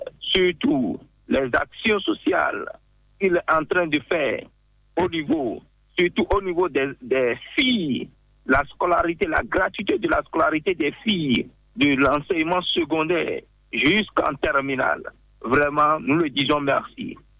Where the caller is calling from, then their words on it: Benin; Je vous appelle depuis Kokokoutouvin.